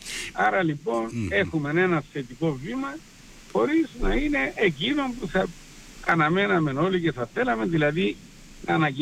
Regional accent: Cyprus; θα είμαι πάρα πολύ ευτυχισμένος σαν Κύπριος, όχι σαν Ελληνοκύπριος

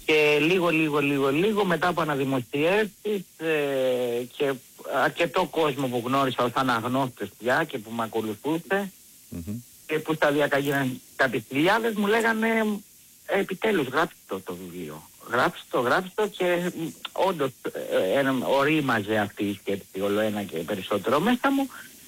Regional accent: Corfu, Ionian Islands, Greece; also born or lived in Sparta; Ναι, γεννήθηκα στη Σπάρτη και 5 ετών ήρθα στη Κέρκυρα.

